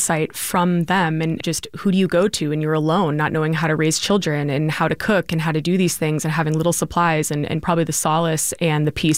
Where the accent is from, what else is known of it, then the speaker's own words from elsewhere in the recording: Cave Creek, Arizona, United States; Cave Creek, if you haven't been, small town, probably 10, 15 years ago when I would go into Phoenix and say, I'm from Cave Creek, you know, I'm 30 minutes away, people wouldn't even know where it was. So a little different now, but, you know, it's beautiful when you're up there.